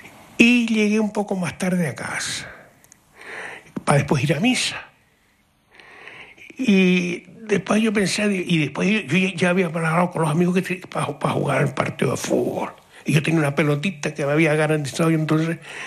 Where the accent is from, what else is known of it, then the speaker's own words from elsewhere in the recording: Breña Alta, Canary Islands, Spain; Yo nací cerca de los Dragos Gemelos, y mi casa estaba cerca de los Dragos Gemelos